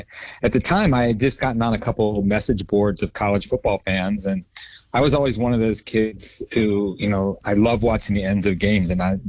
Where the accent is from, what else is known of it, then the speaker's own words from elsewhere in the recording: Kentucky, United States; I grew up in Northern Kentucky and was attached to Notre Dame as a fan in the early 70s